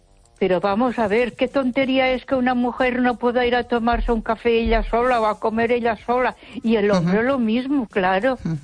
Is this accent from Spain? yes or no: yes; Barcelona, Catalonia, Spain; Yo te, te voy a decir que me crié en Barcelona.